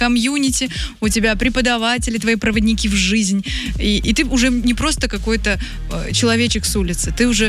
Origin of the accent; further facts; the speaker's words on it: Vladivostok, Primorsky Krai, Russia; moved away as an adult; now in Moscow, Russia; флагманский переезд, получается, произошел 4 года назад. Мне было всего лишь 21 год. Я переехала из Владивостока в Москву.